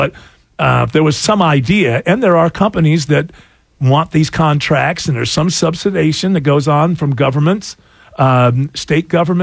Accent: Utah, United States; I'm sure if somebody listening, well, I grew up in Utah.

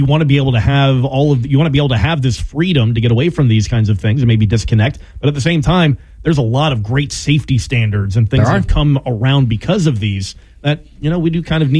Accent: United States

